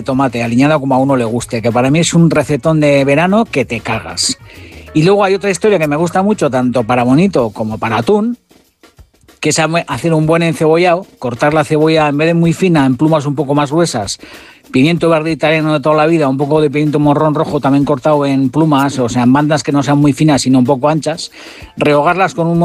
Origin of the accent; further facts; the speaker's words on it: Hondarribia, Basque Country, Spain; born there; A ver, yo soy bonitero, porque yo soy del Cantábrico. Yo soy nacido en Hondarribi y yo soy bonitero del norte a tope.